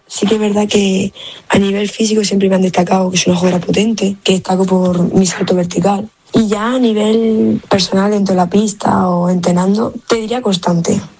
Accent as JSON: {"language": "Spanish", "town": "Almería", "region": "Andalusia", "country": "Spain", "moved": "yes", "lives_now": "Seville, Spain", "said": "Para mí Almería siempre será casa, es y siempre será mi ciudad."}